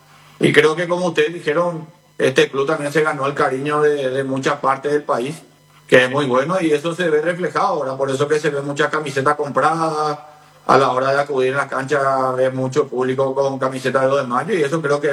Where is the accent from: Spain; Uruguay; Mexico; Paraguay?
Paraguay; Pero eso es muy bueno para que nosotros sigamos siendo cada vez más competitivos como fútbol paraguayo.